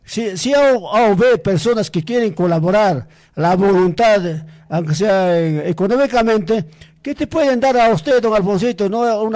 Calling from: Ayacucho, Peru; La población, el poblador que vivimos, los usuarios que somos de Aycará, San Jarara, Pucho, Gentilchea, todos los usuarios somos del pueblo.

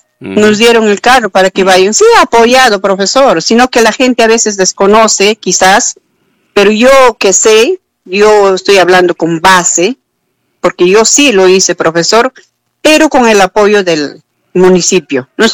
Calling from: Cerro de Pasco, Pasco, Peru; yo conozco la realidad de mi tierra, que también, perdón, es Cerro de Pasco, es una altura.

